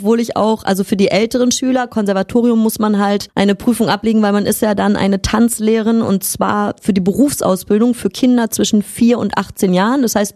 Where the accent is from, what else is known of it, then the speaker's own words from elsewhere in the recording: Berlin, Germany; moved away; also born or lived in Riga / Cannes; Okay, also ich komme aus Berlin.